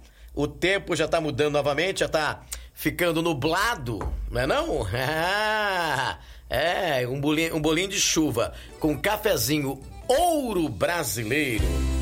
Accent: Araraquara, São Paulo, Brazil; lá em Araraquara, minha terra querida

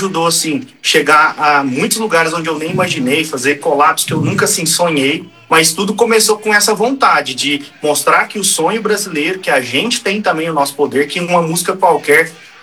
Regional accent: Brazil

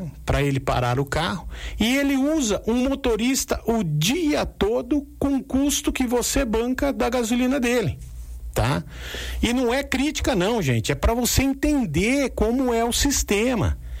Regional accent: Brazil; Eu sou brasileiro.

